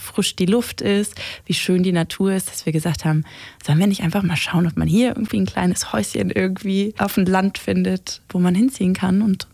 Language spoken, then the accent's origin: German; Berlin, Germany; moved away as an adult; now in Weserbergland, Germany; So als Großstadtkind, als Berlinerin